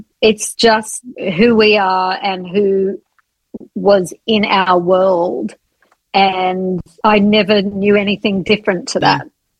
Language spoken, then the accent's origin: English; Australia; now in London, United Kingdom; having that experience as an Aussie new to London going, whoa